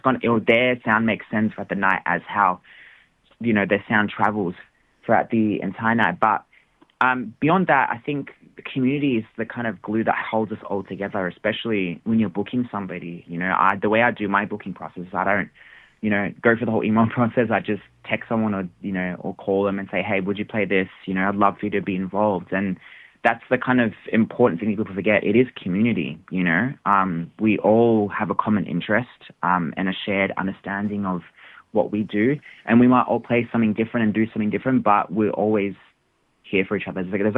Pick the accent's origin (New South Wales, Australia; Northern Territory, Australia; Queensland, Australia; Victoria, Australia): Victoria, Australia; Melbourne; Well, the fun thing is we're all mostly from Melbourne, actually.